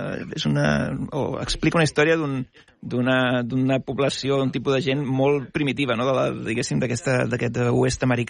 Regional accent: Blanes, Catalonia, Spain; he crescut a Blanes anant al cinema moltíssim. Tenia un oncle que tenia els cinemes de Blanes

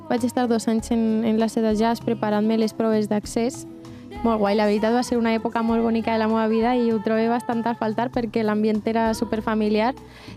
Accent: Vila-real, Valencian Community, Spain; born there; La meva llengua paterna, que és el valencià, i bueno, és un conjunto de todo, no?

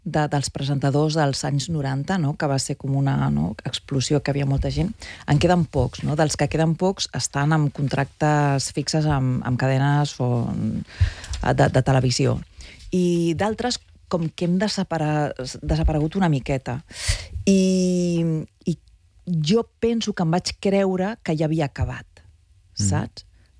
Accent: Barcelona, Catalonia, Spain; also born or lived in Madrid, Spain; Però jo soc del barri de la Sagrada Família, que ara m'emociona moltíssim.

